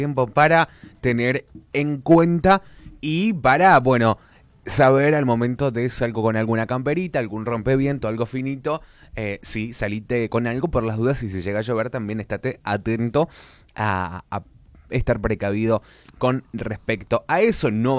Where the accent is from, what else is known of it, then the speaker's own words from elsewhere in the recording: Argentina; como argentino y como persona no fanática del fútbol, porque no lo soy, pero sí... como televidente y como, bueno, persona que vive en la Argentina